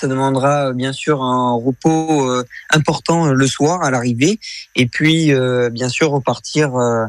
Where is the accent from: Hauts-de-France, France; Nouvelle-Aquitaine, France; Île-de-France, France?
Nouvelle-Aquitaine, France; Brantôme; j'arriverai le vendredi 21 août à Brantôme, ma ville d'origine.